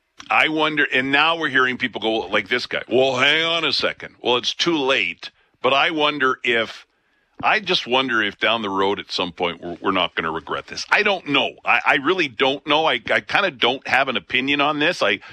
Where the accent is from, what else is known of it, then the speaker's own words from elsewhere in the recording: Alberta, Canada; and I'm from Alberta originally, so I know the feeling that, you know, we're not getting the respect we deserve. I grew up